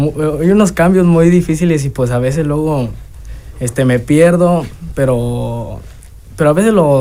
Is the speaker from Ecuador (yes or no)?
no; Acatlán, Mexico; De aquí de Acatlán.